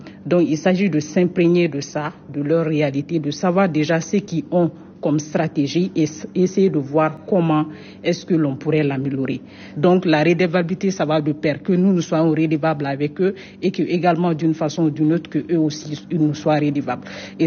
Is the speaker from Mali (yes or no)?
yes; Mali; Je suis ingénieur en eau et assainissement, je viens du Mali.